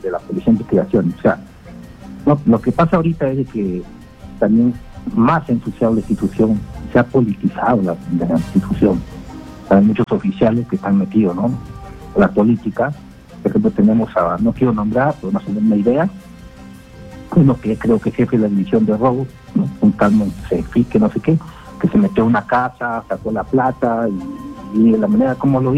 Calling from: Lima, Peru; yo llamo Santiago de Surco.

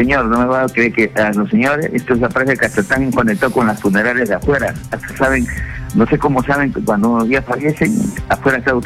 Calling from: Lima, Peru; Yo acá de Comas, Coyique.

